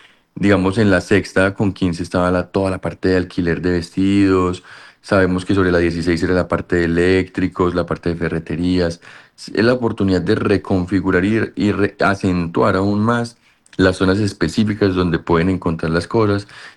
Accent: Pereira, Risaralda, Colombia; nosotros como pereiranos y como colombianos también

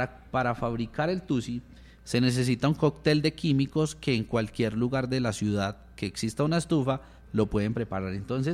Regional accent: Pereira, Risaralda, Colombia

